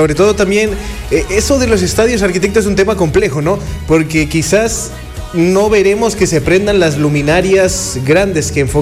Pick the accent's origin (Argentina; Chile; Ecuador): Ecuador